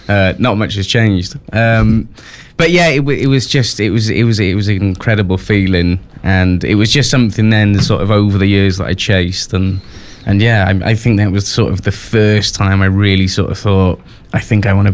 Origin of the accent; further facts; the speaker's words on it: Wales, United Kingdom; born there; I'm originally from West Wales